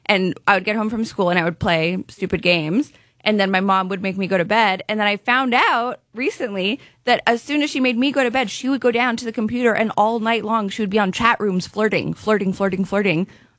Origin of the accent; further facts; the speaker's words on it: Canada; I am Canadian, as is my mom.